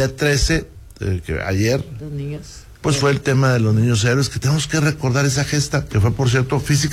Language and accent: Spanish; Saltillo, Coahuila, Mexico; born there; Y además, sí, yo nací en Saltillo, Coahuila, soy coahuilense y soy muy orgulloso de ser coahuilense y norteño.